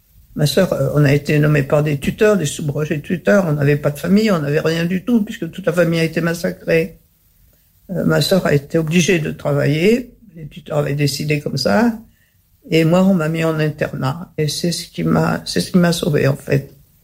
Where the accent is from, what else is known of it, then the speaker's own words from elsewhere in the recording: Paris, Île-de-France, France; born there; also born or lived in Vendôme; je suis née à Paris. En fait, non, je suis née à Vendôme.